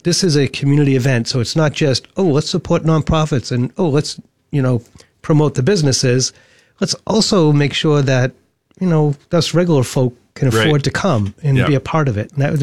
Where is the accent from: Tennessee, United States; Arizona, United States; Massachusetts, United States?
Massachusetts, United States; Boston; moved away; I'm from Boston.